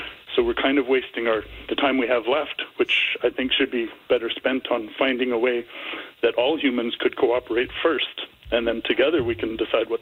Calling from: Ottawa, Ontario, Canada; Hi, I'm calling from Ottawa.

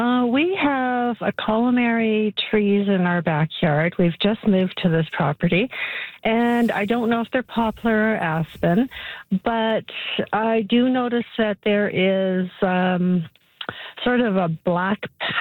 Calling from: Alberta, Canada; We're right by Mournville.

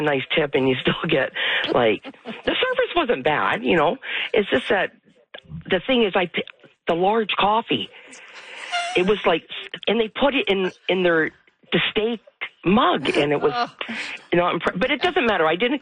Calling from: Edmonton, Alberta, Canada; Edmonton.

